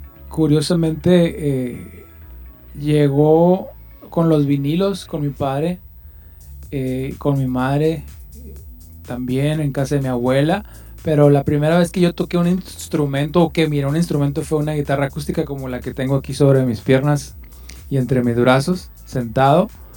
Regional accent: Mexicali, Baja California, Mexico; now in Tijuana, Mexico; Vengo desde Mexicali y pues aquí andamos en Tijuana.

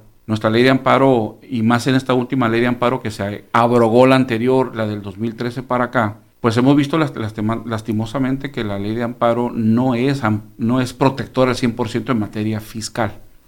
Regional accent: Mexico; de nosotros como mexicanos

